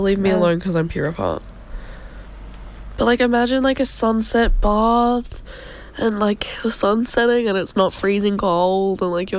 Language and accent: English; Gold Coast, Queensland, Australia; And I grew up on the Gold Coast.